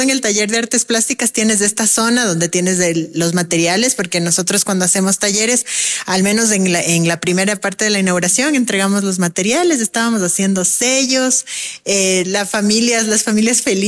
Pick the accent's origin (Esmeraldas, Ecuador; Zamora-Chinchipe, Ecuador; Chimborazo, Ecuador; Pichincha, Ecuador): Pichincha, Ecuador; Quito; el privilegio como quiteños, como quiteñas, como ciudadanos que tenemos de poder visitar y poder acceder a esto